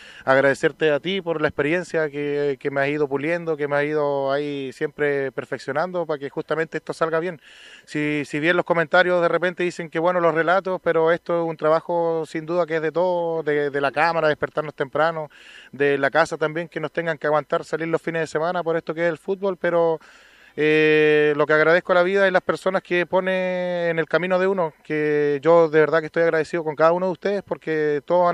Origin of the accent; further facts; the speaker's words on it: Maule, Chile; entre maullenenses. Hay uno de Ramírez, yo de Baquedano